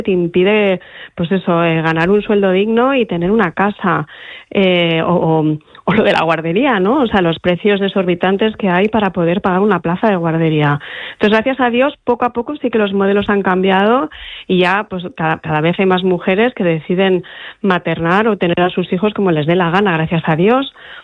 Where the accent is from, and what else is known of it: Gijón, Asturias, Spain